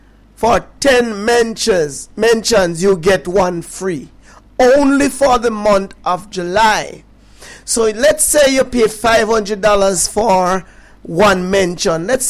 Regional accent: Portland Cottage, Clarendon, Jamaica; we grew up in Portland Cottage in Clarendon here

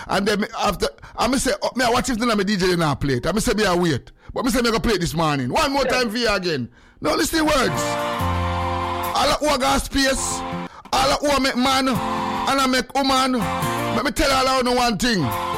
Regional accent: Kingston, Jamaica; Cabrera give you no, so I come from Tivoli Garden.

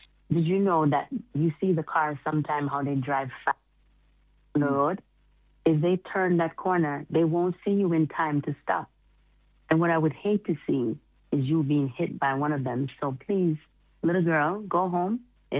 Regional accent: Florida, United States; I grew up in Florida since I was about 9.

